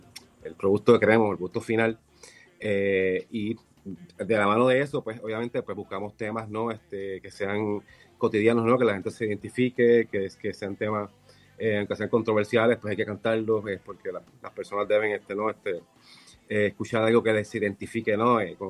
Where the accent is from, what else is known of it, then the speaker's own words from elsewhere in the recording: Puerto Rico; como decimos en Puerto Rico